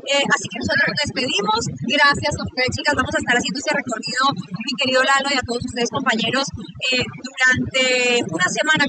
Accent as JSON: {"language": "Spanish", "country": "Mexico", "said": "yo extraño un poquito que eso suceda en mi país, no sé, en México."}